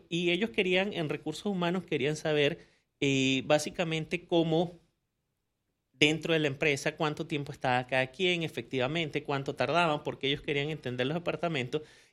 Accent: Venezuela; born there; Yo nací en Venezuela, pero mi familia emigró a Venezuela por el boom petrolero.

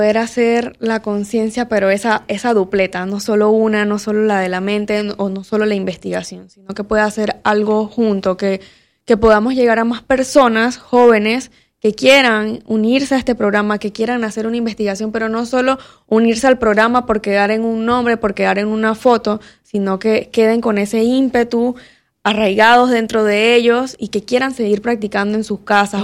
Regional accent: Chiriquí, Panama; also born or lived in Colón; yo nací en Colón, pero crecí en Chiriquí.

